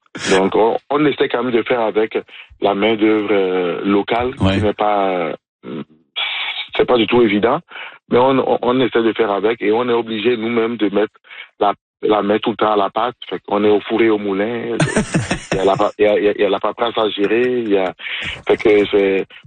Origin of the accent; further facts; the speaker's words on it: Benin; de mon pays d'origine, du Bénin.